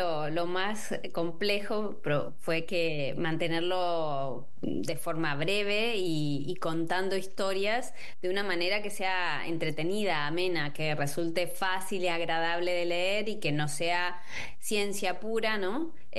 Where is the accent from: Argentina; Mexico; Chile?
Argentina; now in Spain; Yo soy argentina, bueno, crecí allá.